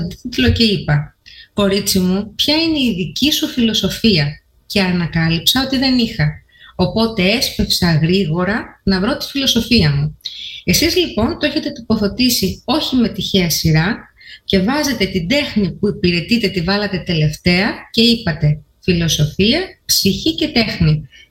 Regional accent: Greece; παρότι είμαστε Έλληνες

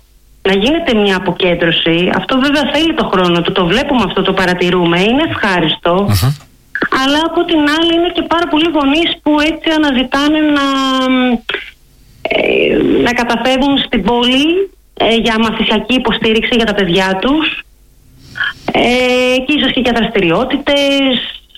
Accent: Sparta, Peloponnese, Greece; now in Karytaina, Greece; Κατάγομαι από Σπάρτη.

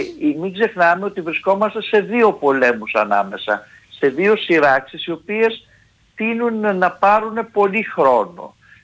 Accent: Greece; σαν Έλληνες

